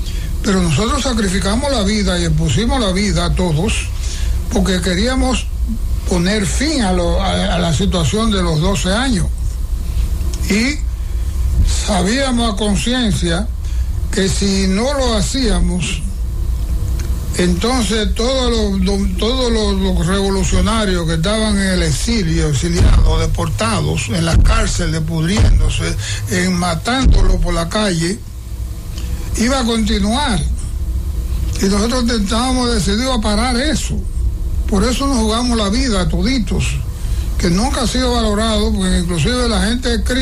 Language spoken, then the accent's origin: Spanish; Hato Mayor, Dominican Republic; la provincia de mi pueblo, Hato Mayor, me dio un respaldo tremendo, porque yo gané con 1.700 votos la elección en Hato Mayor.